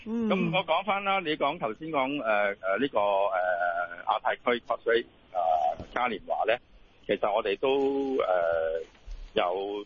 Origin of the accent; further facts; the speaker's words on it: Hong Kong; 我們香港人